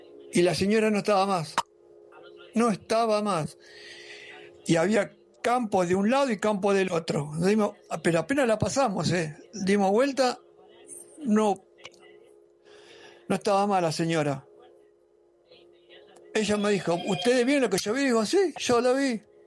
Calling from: El Palomar, Buenos Aires Province, Argentina; de Palomar.

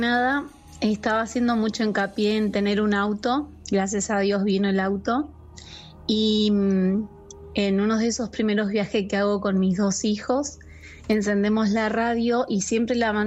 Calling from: Río Negro, Argentina; De Río Negro.

